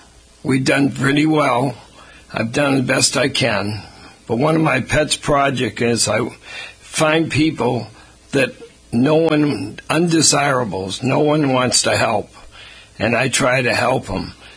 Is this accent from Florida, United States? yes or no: no; Taunton, Massachusetts, United States; I was born in Taunton. Long time ago during the war, 1942. I went to all public schools in Taunton and graduated from Taunton High School.